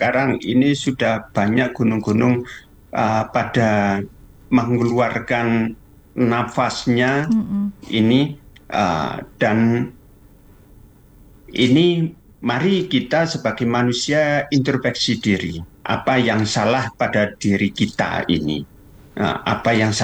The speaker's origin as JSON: {"language": "Indonesian", "region": "East Java", "country": "Indonesia", "said": "saya ini orang Tengger"}